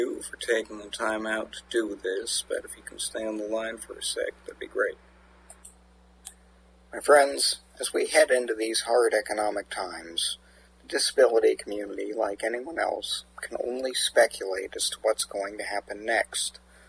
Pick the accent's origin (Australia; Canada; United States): Canada; as Canadian citizens, you're right, a lot of us do have friends in the U.S., even family.